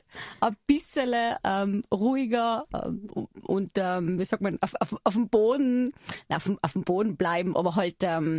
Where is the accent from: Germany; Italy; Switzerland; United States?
Italy; Trentino-Alto Adige